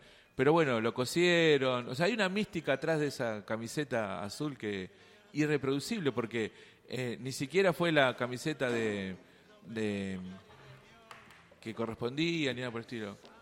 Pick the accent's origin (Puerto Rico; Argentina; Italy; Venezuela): Argentina; Lo más croto que había somos los argentinos.